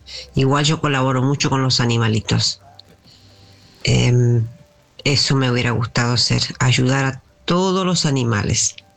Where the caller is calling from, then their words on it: Garín, Buenos Aires Province, Argentina; Un saludo grande … de Garín.